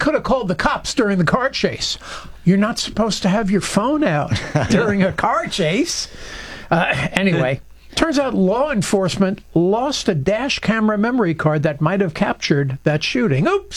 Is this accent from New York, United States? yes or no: yes; New York, United States; moved away as an adult; I grew up in New York. I moved down here when I was 35 years old.